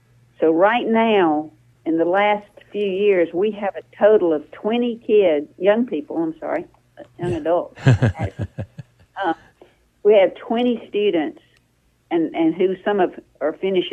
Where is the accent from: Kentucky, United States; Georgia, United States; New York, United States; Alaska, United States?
Georgia, United States; Sandersville